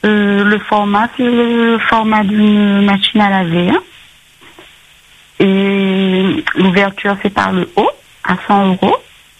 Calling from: Saint-Benoît, Réunion; Je suis sur Saint-Benoît.

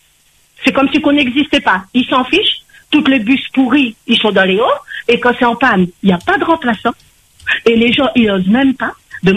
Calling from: Réunion; Et là, on est français. Il faut pas nous confondre avec les Mauriciens, par contre.

